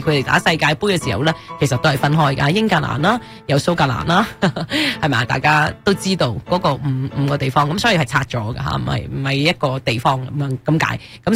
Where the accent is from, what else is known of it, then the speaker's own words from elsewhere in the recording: Hong Kong; moved away; 我哋嚟自香港嘅都会睇得多啲啦